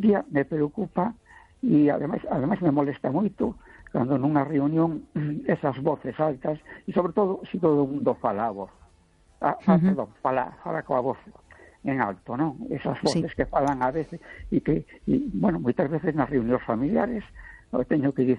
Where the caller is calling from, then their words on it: A Coruña, Galicia, Spain; da Coruña.